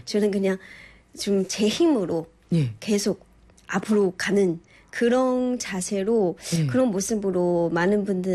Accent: Guizhou, China; Korean is a second language; moved away as an adult; now in South Korea; 귀주성, 저희 고향은 귀주성이고, 네. 제가 소수민족 묘족이에요.

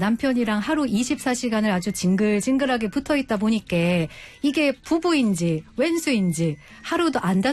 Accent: Busan, South Korea; now in Seoul, South Korea; 저는 거친 바다 냄새 물찜 풍기는 왜 이렇게 어려워요. 사투리. 부산이 고향입니다.

